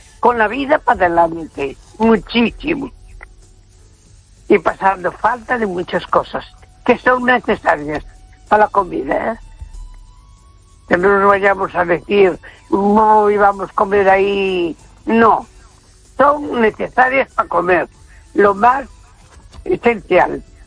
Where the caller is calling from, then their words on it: A Coruña, Galicia, Spain; de Coruña.